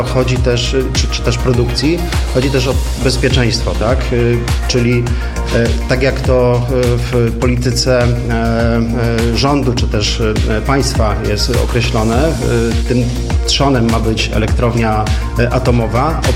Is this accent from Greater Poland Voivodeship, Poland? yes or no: yes; Greater Poland Voivodeship, Poland; Decyzja jako Wielkopolanin, oczywiście kibicuję tutaj Kalinowi